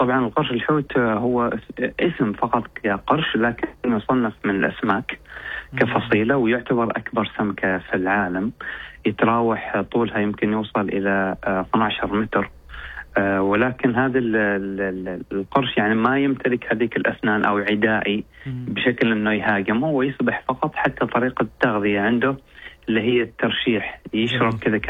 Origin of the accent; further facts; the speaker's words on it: Oman; عندنا في عمان